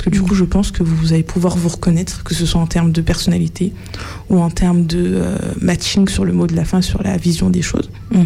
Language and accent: French; France; born there; also born or lived in Martinique; je suis martiniquaise, donc théoriquement, accessoirement, je suis française. Du coup, même si pour revenir de la Martinique à l'Hexagone, il y a quand même un petit voyage qui se fait, mais je n'ai pas eu de barrière de la langue, je n'ai pas eu de bouleversement particulier